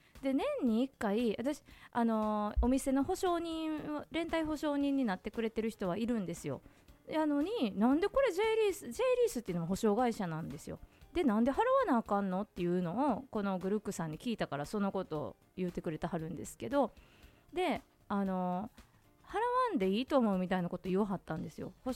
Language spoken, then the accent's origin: Japanese; Kansai, Japan; accent: Kansai dialect; 私が関西弁で聞く